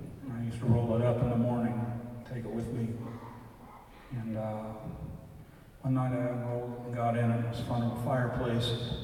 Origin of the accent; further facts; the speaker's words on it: Manitoba, Canada; I'm from Manitoba.